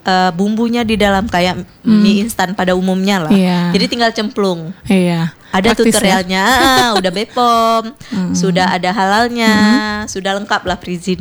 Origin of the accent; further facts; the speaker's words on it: Bengkalis, Riau, Indonesia; now in Pekanbaru, Indonesia; saya asli orang Megalis.